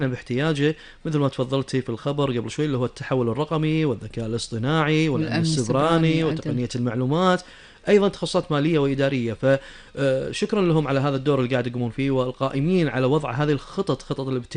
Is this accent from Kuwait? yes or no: yes; Kuwait